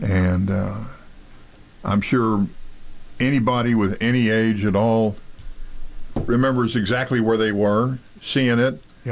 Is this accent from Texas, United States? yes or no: yes; Texas, United States; No, we're not. We're Texas.